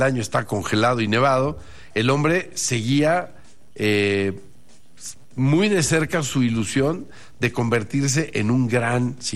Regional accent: Mexico

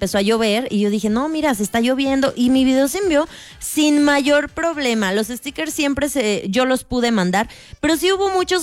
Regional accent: Mexico; ya sabes cómo somos los mexicanos, y de todo hacemos un chistecillo, un pequeño chascarrillo.

